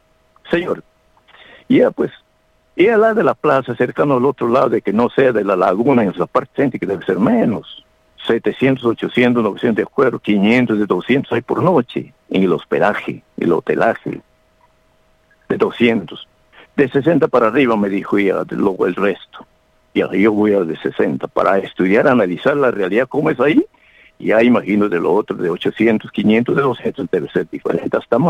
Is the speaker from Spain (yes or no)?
no; Rioja, San Martín, Peru; moved away; Porque yo voy a ir a Rioja, soy de ahí, del Alto Mayo